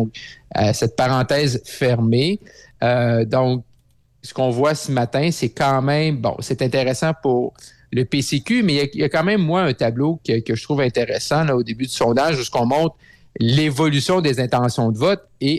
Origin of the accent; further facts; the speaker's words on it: Quebec, Canada; now in Quebec City, Canada; je retourne dans mon coin de pays, au Saguenay-Lac-Saint-Jean